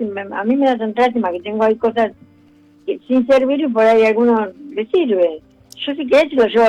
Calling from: Buenos Aires, Argentina

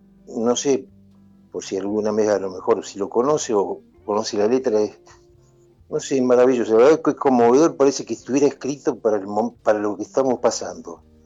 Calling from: Mar del Plata, Buenos Aires Province, Argentina; de Mar del Plata

